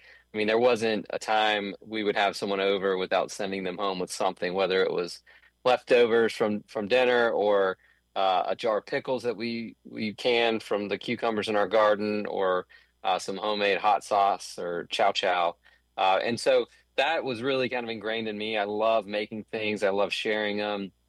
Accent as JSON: {"language": "English", "region": "Louisiana", "country": "United States", "tie": "born there", "also_born_or_lived": "Jennings, Louisiana", "lives_now": "New Orleans, United States", "said": "So I'm from rural Southwest Louisiana. I was born in Jennings. My dad joined the Navy when I was five, so we bounced around for about 6 years, and then we settled back in Hathaway, just north of Jennings, a tiny little rural community where I had 32 kids in my graduating class of Hathaway High School."}